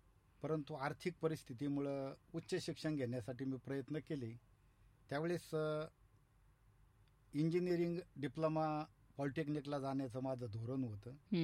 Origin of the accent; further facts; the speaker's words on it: Hasnapur, Maharashtra, India; मी proper Shevgaon तालुक्यातला हसनापूर गाव हे जे म्हणजे आवर्षण प्रवण क्षेत्रात मोडणारं गाव आहे आणि ऊस तोडणी कामगारांचा मुलगा आहे.